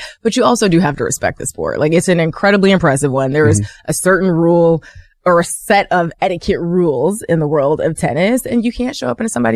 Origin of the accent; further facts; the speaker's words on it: Toledo, Ohio, United States; But being from Ohio, growing up in Toledo, thank God my parents are still here and they're so present and active in my life.